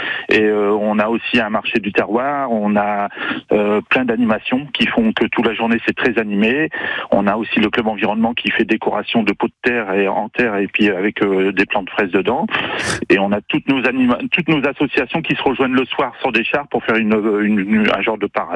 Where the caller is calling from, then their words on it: Violaines, Hauts-de-France, France; bonjour à tous.